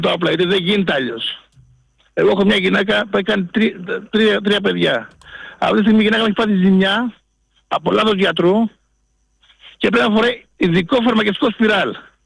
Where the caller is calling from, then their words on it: Volos, Thessaly, Greece; από το Βόλο